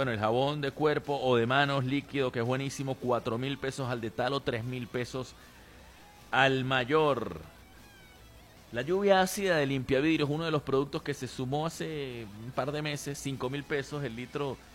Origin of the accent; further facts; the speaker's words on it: Santa Teresa, Venezuela; moved away as an adult; Yo nací ahí, ¿no? Pero vivir, ¿qué? Como 29 años. Porque luego, sí, más o menos, como 29, 30 años. Y luego ya, pues, ¡adiós! Pero siempre voy para allá, siempre estoy en Santa Teresa.